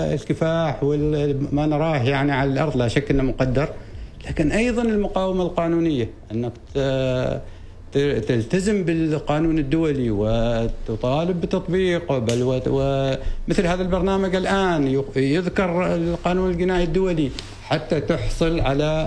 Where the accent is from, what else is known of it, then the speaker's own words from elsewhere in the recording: Oman; احنا كعمانيين وعرب ومسلمين